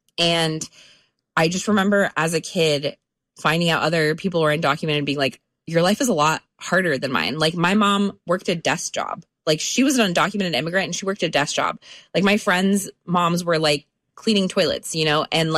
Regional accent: United States; I still can't help but be thankful that I was raised in the United States

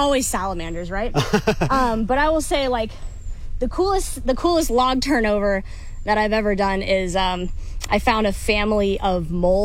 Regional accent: Kingwood, Texas, United States; I grew up not far from here at all. I grew up in Kingwood

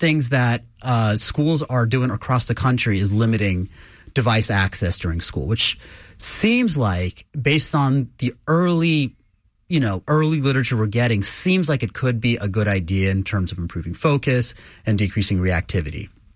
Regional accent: Lake Jackson, Texas, United States; A lot of parents will say, that's how I grew up, which is how I grew up in Lake Jackson, Texas.

